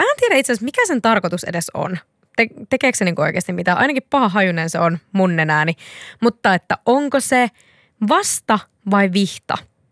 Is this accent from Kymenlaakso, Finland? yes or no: no; Nurmo, South Ostrobothnia, Finland; kun mä oon kotoisin Seinäjoen vierestä olevasta kunnasta kuin Nurmo